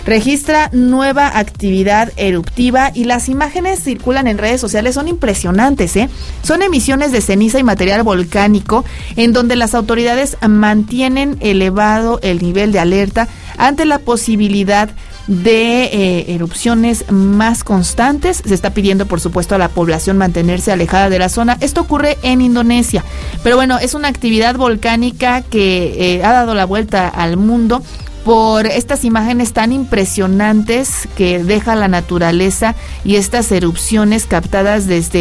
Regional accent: Mexico; porque además habla de este patriotismo que tenemos como mexicanos

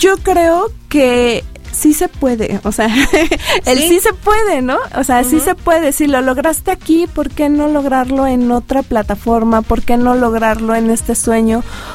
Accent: Mexico; ¿cómo somos los mexicanos? Somos pachangueros, mitoteros, burlones

